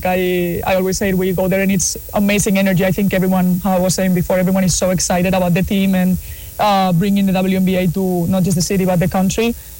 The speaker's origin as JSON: {"language": "English", "town": "Madrid", "region": "Community of Madrid", "country": "Spain", "second_language": "English", "lives_now": "Toronto, Canada", "said": "I'm from Madrid, so it's also, I'm from a big city. So I'm used to being places that have all these things to do and just mix of different kinds of people and cultures."}